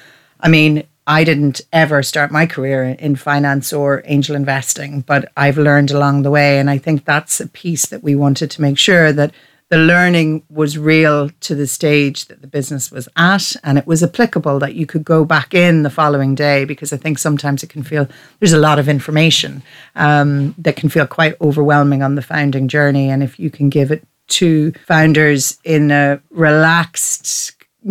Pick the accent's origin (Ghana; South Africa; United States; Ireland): Ireland; And I'm obviously at from the Republic, as is Sinead.